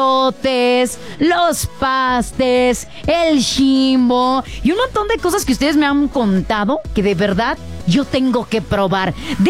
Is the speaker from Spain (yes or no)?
no; Mexico; Así somos los mexicanos. Trabajadores, pero borrachos.